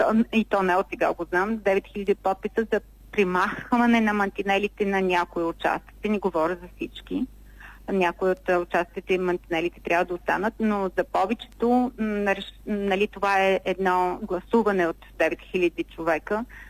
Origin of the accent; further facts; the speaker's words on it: Plovdiv, Plovdiv Province, Bulgaria; аз съм от Пловдив